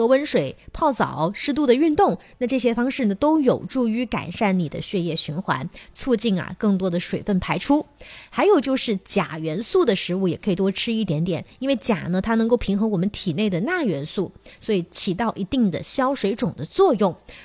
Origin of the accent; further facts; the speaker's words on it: Guangdong, China; 我们广东人说喜欢煲汤啊